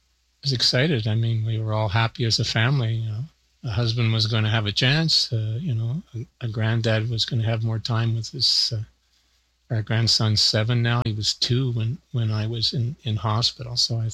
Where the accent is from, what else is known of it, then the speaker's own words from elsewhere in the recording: North Bay, Ontario, Canada; I am from North Bay, Ontario, Canada.